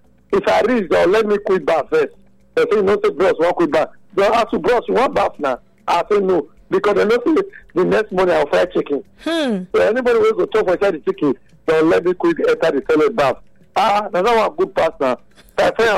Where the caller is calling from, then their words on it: Nigeria; I'm calling from Mogigi.